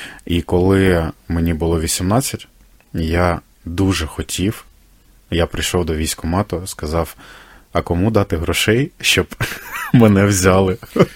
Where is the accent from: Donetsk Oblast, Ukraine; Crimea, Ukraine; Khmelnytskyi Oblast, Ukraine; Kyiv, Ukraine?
Donetsk Oblast, Ukraine; Sloviansk; also born or lived in Horlivka; склалось, що закінчував школу, навіть 11 клас вже ж на зовсім іншій території, не там, де народився. Народився в Горлівці, закінчував в місті Слов'янську.